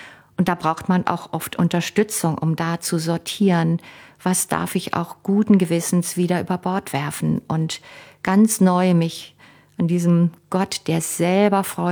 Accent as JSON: {"language": "German", "town": "Cologne", "region": "North Rhine-Westphalia", "country": "Germany", "tie": "born or raised there", "said": "für mich als Kind in Köln aufgewachsen"}